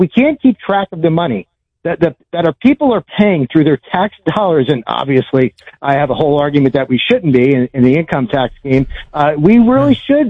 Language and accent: English; New Jersey, United States; born or raised there